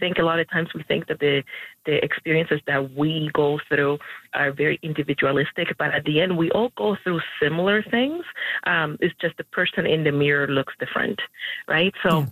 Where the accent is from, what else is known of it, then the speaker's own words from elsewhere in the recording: Cuba; now in Canada; for the longest time I was like, I'm not Cuban enough because I left too many years ago from Cuba. I'm not Canadian enough because I didn't, you know, I was not born here